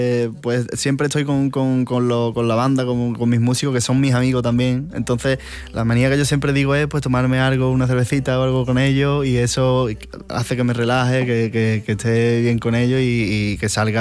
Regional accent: Sanlúcar, Andalusia, Spain; Yo, a mí me gusta mucho mi tierra y a mí me gusta mucho, pues bueno, voy y vengo a Madrid cuando hace falta, pero me gusta siempre tener mi sitio allí en Sanlúcar.

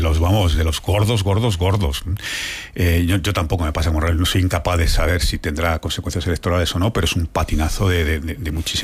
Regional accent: Madrid, Community of Madrid, Spain; Francamente, yo soy madrileño por los cuatro costados.

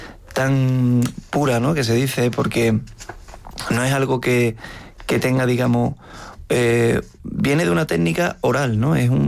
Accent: Utrera, Andalusia, Spain; un disco que estaba muy enfocado en mi tierra, en Utrera.

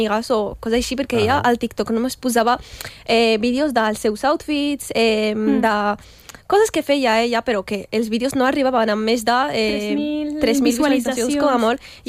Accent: L'Hospitalet de Llobregat, Catalonia, Spain; born there; now in Terrassa, Spain; jo he nascut a l'Hospitalet del Llobregat, soc catalana

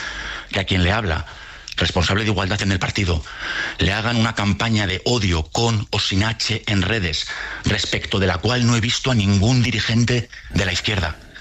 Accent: Spain

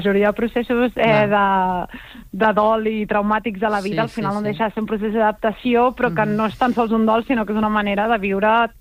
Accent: Catalonia, Spain; aquí al Maresme, que és la meva comarca

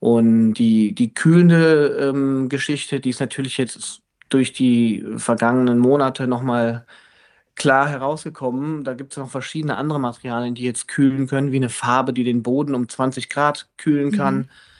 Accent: Aachen, North Rhine-Westphalia, Germany; Das war in Aachen, wo ich herkomme, eine Protestaktion gegen den Bau eines Shoppingcenters

